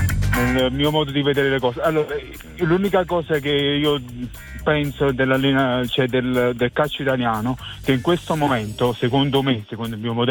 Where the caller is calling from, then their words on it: Nocera Inferiore, Campania, Italy; Io sono di Nocera, Nocera Inferiore.